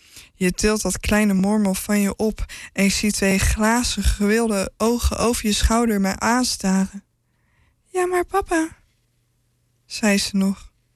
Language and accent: Dutch; Almere, Flevoland, Netherlands; want ik kom uit Almere